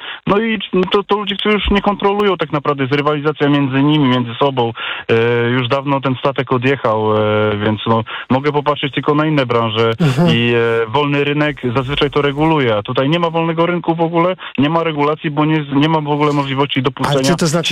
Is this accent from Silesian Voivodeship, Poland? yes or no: yes; Silesian Voivodeship, Poland